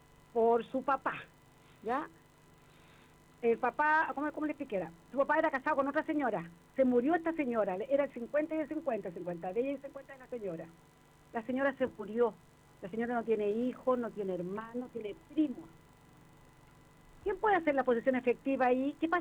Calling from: Chile; Del Olivar.

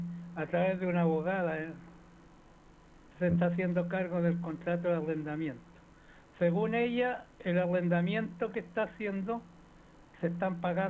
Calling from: Quilpué, Valparaíso, Chile; de Quilpué.

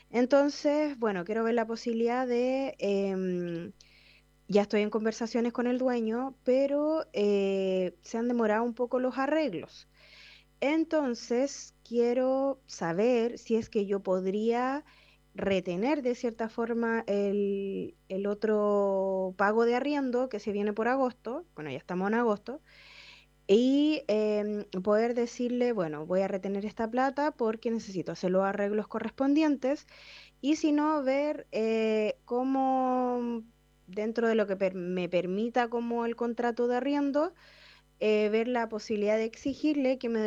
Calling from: Valparaíso, Chile; soy del Cerro Larraín. Yo estoy arrendando acá un departamento

